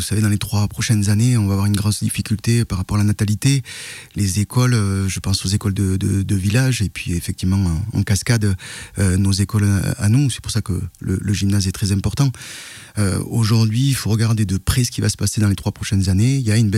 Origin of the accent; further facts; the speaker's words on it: France; born there; vous avez des origines algériennes comme j'ai, vous n'oubliez pas vos origines, mais effectivement, vous avez grandi dans une ville locale, laïque, avec les valeurs de la République. Et effectivement, moi, j'ai grandi avec cette énergie de français plus que français